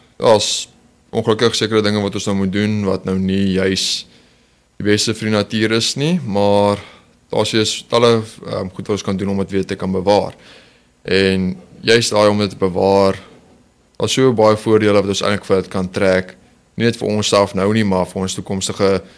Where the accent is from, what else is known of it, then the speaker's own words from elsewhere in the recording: Durbanville, Western Cape, South Africa; moved away as an adult; also born or lived in George; Ek kom oorspronklik van Durbanville af, daar in noordelike voorstede van die Kaap. Daar groot geraak, na skool, soos ek deur George toe, daar by NMMU, natuurbewaring geswat